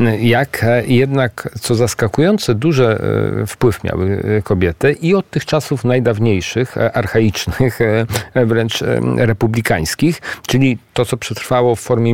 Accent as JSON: {"language": "Polish", "town": "Bydgoszcz", "region": "Kuyavian-Pomeranian Voivodeship", "country": "Poland", "tie": "born or raised there", "said": "Tak jest, pozdrawiam serdecznie moje rodzinne miasto."}